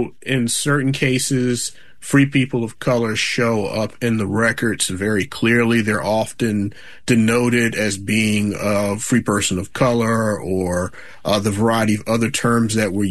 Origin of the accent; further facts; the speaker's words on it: Virginia, United States; And you know, I grew up in Virginia as well, and so Civil War memory to some extent is all over the place in Virginia.